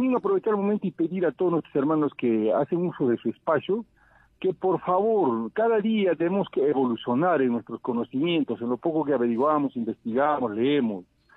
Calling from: Cusco, Peru; desde la ciudad del Cusco.

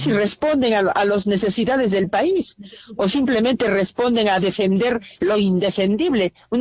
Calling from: Juliaca, Puno, Peru; Hablo de Juliaca.

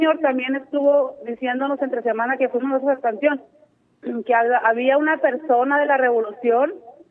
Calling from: Mexico; Yo simplemente soy libre de decir lo que nos sentimos como mexicanos

